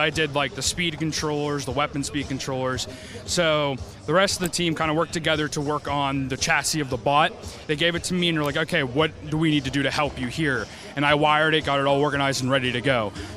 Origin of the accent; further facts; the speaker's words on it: Southmoreland, Pennsylvania, United States; I'm from Southmoreland.